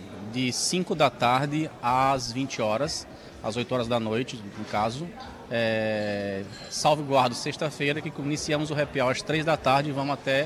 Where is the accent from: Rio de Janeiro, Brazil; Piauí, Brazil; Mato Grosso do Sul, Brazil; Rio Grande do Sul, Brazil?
Piauí, Brazil; also born or lived in São Paulo; now in Recife, Brazil; Eu não sou de Pernambuco, eu sou natural do Piauí, mas morei muitos anos em São Paulo. Hoje eu moro em Recife